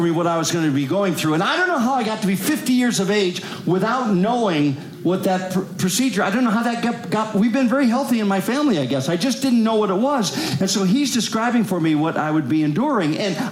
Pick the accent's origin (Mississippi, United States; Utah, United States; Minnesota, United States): Minnesota, United States; I'm from Minnesota, not Manitoba.